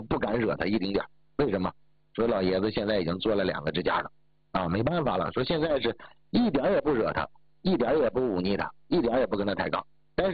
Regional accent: Northeast China, China; accent: Northeastern Mandarin; 我们东北话就说这个人犟啊

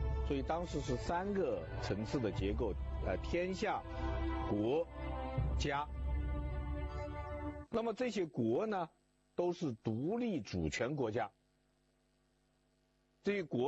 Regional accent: China; 我们中国人把它叫做天下

